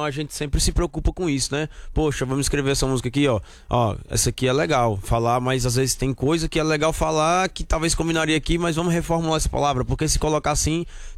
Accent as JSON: {"language": "Portuguese", "town": "Petrolina", "region": "Pernambuco", "country": "Brazil", "said": "Eu jamais vou negar minhas raízes de onde eu venho, sou do Nordeste"}